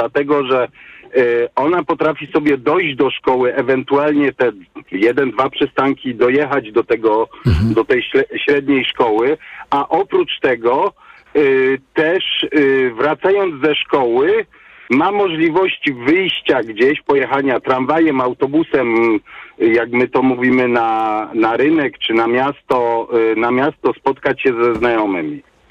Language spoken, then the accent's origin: Polish; Kraków, Lesser Poland, Poland; Ja generalnie jestem z Krakowa, nie mieszkam w Krakowie.